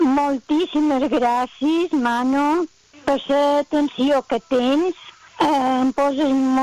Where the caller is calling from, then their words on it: Campanet, Balearic Islands, Spain; Hola, bon dia, Manu. … de Campanet i te volia demanar una cançó.